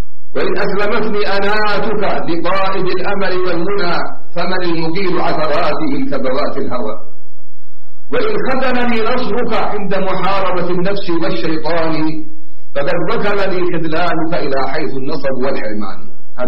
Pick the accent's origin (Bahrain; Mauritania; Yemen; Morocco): Yemen; عندنا في اليمن